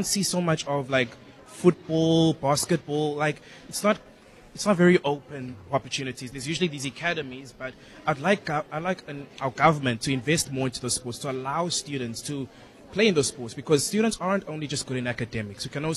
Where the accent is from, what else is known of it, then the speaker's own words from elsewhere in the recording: South Africa; now in Cape Town, South Africa; me as a South African, is that the investment into sports. So within my own city, I live in town, right?